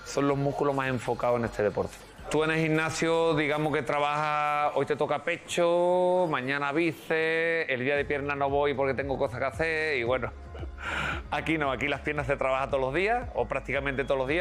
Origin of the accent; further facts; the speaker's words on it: Isla Cristina, Andalusia, Spain; mi pueblo, Isla Cristina.